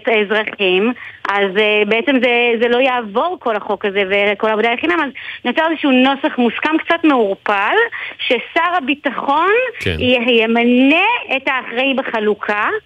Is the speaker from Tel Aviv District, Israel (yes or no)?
no; Northern District, Israel; כשאני הייתי ילדה במלחמת המפרץ, גדלתי בצפון